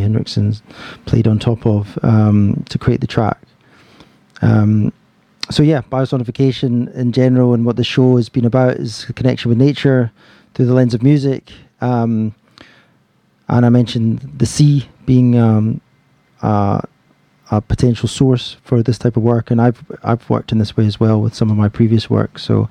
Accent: Scotland, United Kingdom; I'm from Scotland, and we're up in the Hebrides for a different project

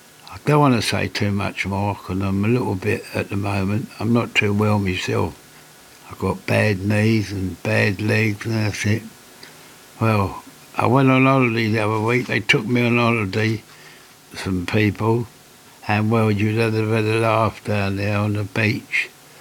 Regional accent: Deptford, London, United Kingdom; born there; I was born in Deptford 82 years ago, so I know my way around.

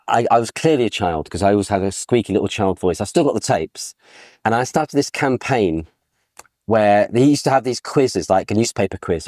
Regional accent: Selhurst, London, United Kingdom; from Selhurst. Because I was a child.

